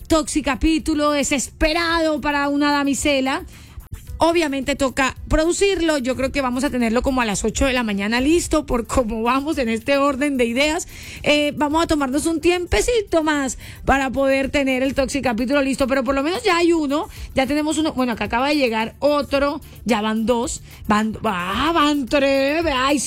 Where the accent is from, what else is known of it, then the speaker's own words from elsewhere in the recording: Colombia; nosotros como colombianos y patriotas